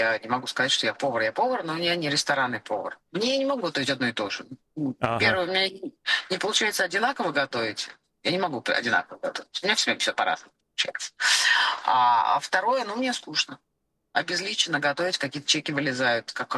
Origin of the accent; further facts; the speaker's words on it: Moscow, Russia; как москвич